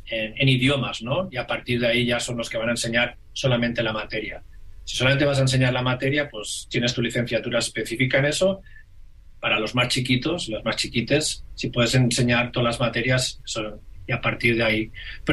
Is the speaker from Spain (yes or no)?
yes; Catalonia, Spain; Tampoco me defino como hispano porque soy de Cataluña. Entonces, hispano tampoco me define.